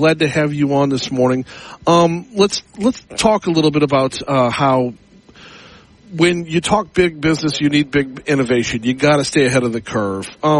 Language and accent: English; Baton Rouge, Louisiana, United States; I'm from Baton Rouge